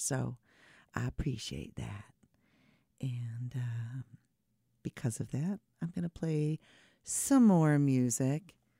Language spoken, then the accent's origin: English; Michigan, United States; moved away; also born or lived in Chicago; as a young child, with my living at home with my family, I grew up in Michigan.